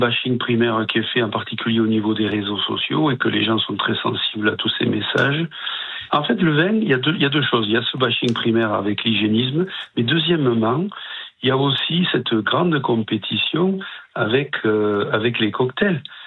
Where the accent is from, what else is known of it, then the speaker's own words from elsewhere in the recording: Occitanie, France; moi je suis originaire des Corbières